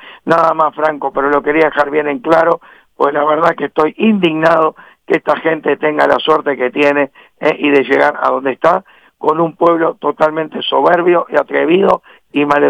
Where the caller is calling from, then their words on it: Uruguay; yo soy uruguayo y tengo dignidad. Y yo no soy provincia de nadie. Porque soy proveniente de un Estado laico, ¿sí? De libertad de culto y libre e independiente de todo